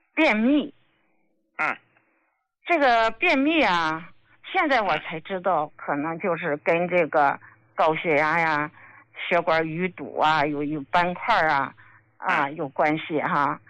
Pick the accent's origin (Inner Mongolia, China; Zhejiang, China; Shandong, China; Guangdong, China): Shandong, China; 我们山东人啊可能都爱吃咸，口重哈。